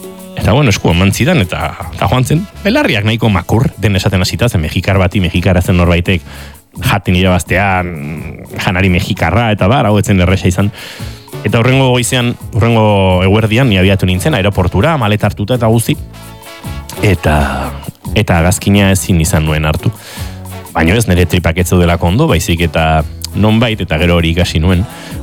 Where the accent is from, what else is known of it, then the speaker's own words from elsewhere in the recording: Basque Country, Spain; ni euskalduna naiz, hau espainola